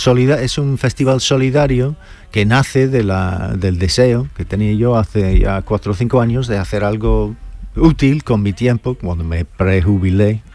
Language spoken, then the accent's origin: Spanish; Liverpool, North West England, United Kingdom; Yo soy de Inglaterra, de Liverpool.